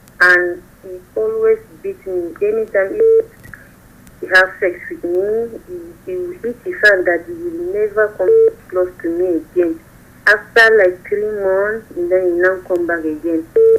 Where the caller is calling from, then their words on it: Nigeria; from Tudunwada.